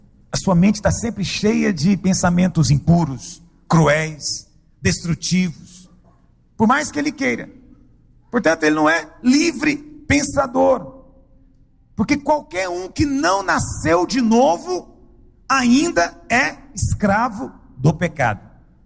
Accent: Goiânia, Goiás, Brazil; De onde você é? Ah, sou de Goiânia. Ah, Goiânia, já estive lá.

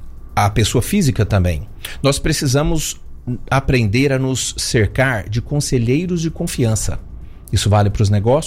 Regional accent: Brazil; Nós só somos brasileiros como, por causa do movimento de alguém antes de nós. Algum antepassado veio para o Brasil.

